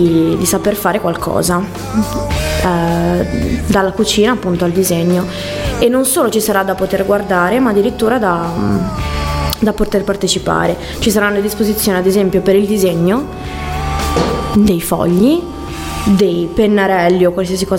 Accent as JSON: {"language": "Italian", "town": "Mezzanego", "region": "Liguria", "country": "Italy", "said": "noi abbiamo un batterista di Recco, io sono di Mezzanego, il chitarrista di Lavagna, insomma siamo sparsi un po' in tutto"}